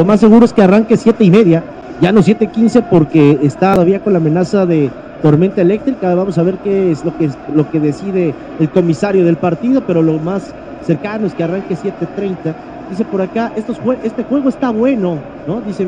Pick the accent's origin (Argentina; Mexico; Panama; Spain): Mexico; a pesar de que somos mexicanos